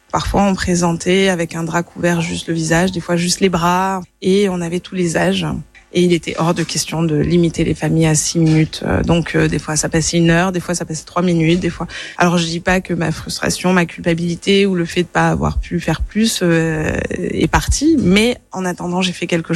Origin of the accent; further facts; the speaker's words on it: Nice, Provence-Alpes-Côte d'Azur, France; born there; Je suis sur Nice depuis que j'ai 8 ans.